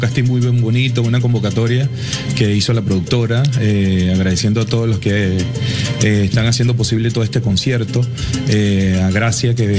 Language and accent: Spanish; Venezuela; como yo soy venezolano